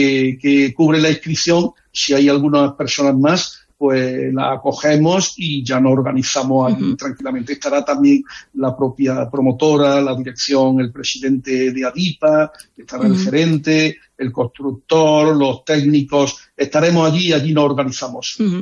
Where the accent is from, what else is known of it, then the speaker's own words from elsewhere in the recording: Antequera, Andalusia, Spain; los tres somos residentes de Antequera